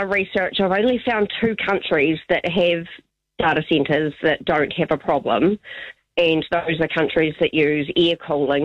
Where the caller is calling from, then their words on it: Southland, New Zealand; we are a grassroots movement set up down here in Southland